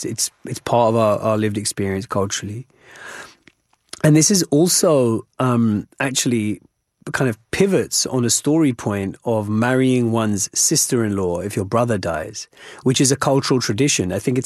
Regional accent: Wembley, London, United Kingdom; this Hamlet story set in, you know, medieval Denmark actually is is exactly like growing up in Wembley.

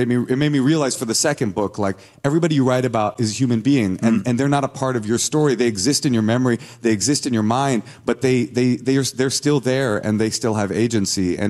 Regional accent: Oakland, California, United States; I feel like now I'm 44. It's been 11 years since that book came out. I'm going to finally go back to Oakland

